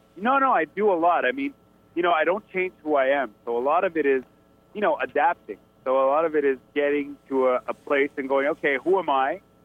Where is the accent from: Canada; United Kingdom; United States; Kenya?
Canada; Montreal, Quebec; No, I'm from Montreal, Canada.